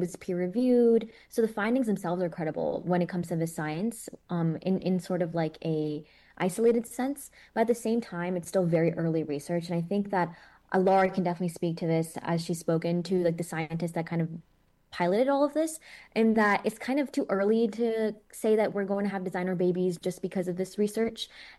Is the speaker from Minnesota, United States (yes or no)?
no; New York City, New York, United States; I'm from New York City.